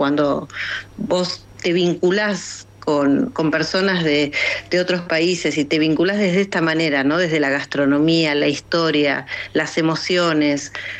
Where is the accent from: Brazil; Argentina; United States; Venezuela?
Argentina; viste cómo somos los argentinos